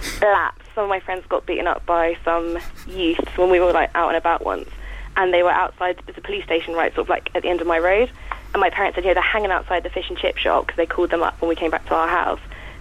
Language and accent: English; Whitehill, South East England, United Kingdom; I'm from Whitehill in Hampshire.